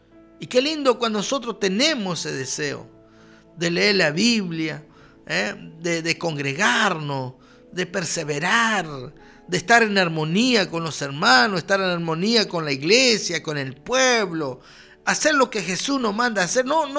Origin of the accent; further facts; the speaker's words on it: Chaco, Argentina; Nosotros chaqueños teníamos problemas en esa época